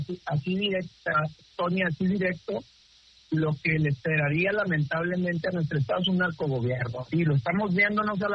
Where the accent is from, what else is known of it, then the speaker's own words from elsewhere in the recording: Ciudad Juárez, Chihuahua, Mexico; pero tampoco, como buenos juarenses y chihuahuenses, nunca pedimos que nos den, más que no nos quiten, ¿verdad?